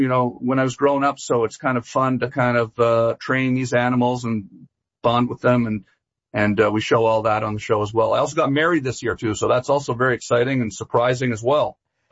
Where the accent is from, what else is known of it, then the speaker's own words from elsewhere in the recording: Canada; A lot of the things that seemed, you know, very normal to me growing up in Canada is now beautiful